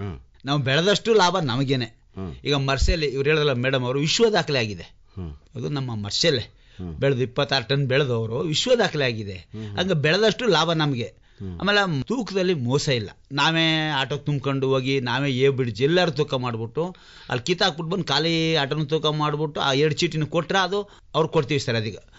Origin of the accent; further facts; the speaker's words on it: Kallipura, Karnataka, India; ನಮ್ಮ ಕಳ್ಳಿಪುರದಲ್ಲಿ ಆಡು ಕುರಿ ಸಾಕಾಣಿಕೆಯಲ್ಲಿ ಜೀವನ ಆಧಾರ.